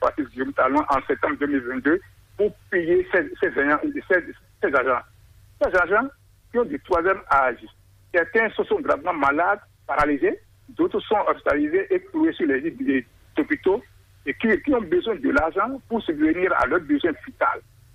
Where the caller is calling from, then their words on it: Ouèdo, Atlantique, Benin; Je vous appelle depuis Ouamé.